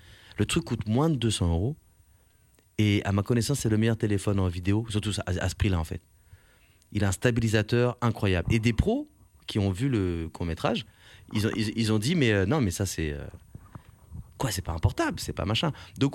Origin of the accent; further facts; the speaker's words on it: Paris, Île-de-France, France; born there; moi, je suis né Paris 20e.